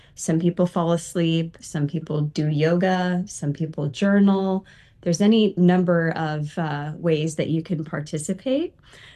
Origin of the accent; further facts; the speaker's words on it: St. Louis, Missouri, United States; moved away as an adult; also born or lived in Nashville; I grew up in St. Louis, and then I moved to Nashville in 2012. And then in July, me and my partner bought a house here in St. Louis.